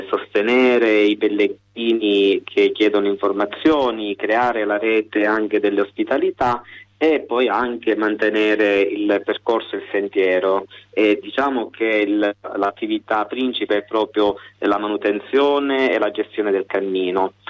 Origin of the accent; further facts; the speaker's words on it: Sicily, Italy; sono voluto ritornare alla mia terra, in Sicilia, a riscoprire dei percorsi storici proprio nei luoghi dove sono cresciuto.